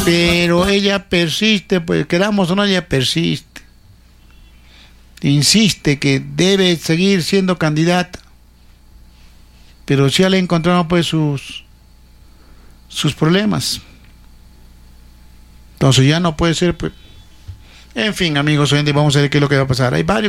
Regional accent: Cerro Colorado, Arequipa, Peru; yo que soy de Cerro Colorado

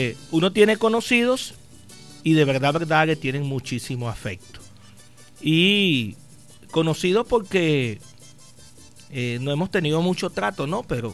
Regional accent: Altagracia de Orituco, Guárico, Venezuela; la ciudad de Altagracia y Orituco, al municipio José Tadeo Monagas, que es donde vivo, que es donde he crecido profesionalmente, donde crecí, donde me gradué en el liceo, luego en el Liceo Buena Hora, nací en el Hospital Dr. José Francisco Torrealba un 28 de septiembre

